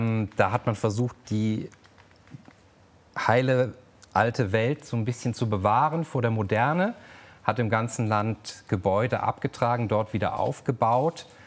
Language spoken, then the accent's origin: German; Northern Germany, Germany; für mich als Norddeutscher